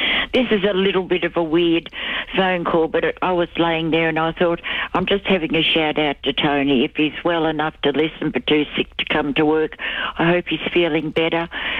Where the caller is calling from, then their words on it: Swan Hill, Victoria, Australia; No, I'm speaking from Swan Hill in Victoria.